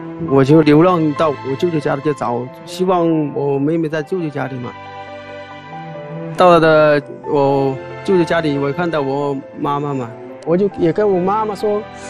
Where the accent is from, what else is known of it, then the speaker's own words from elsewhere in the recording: Jiangxi, China; 江西老家嘛。